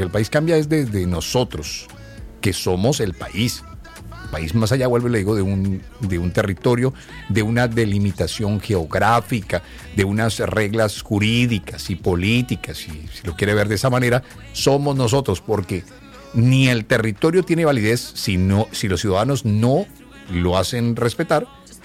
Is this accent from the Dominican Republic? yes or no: no; Colombia; fortalecernos como colombianos